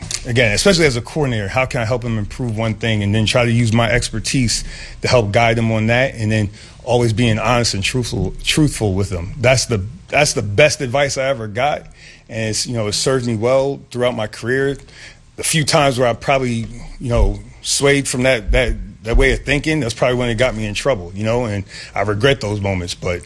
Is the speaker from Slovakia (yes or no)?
no; Waterbury, Connecticut, United States; You know, here I'm a kid from Waterbury, Connecticut. You know, wasn't a good football player.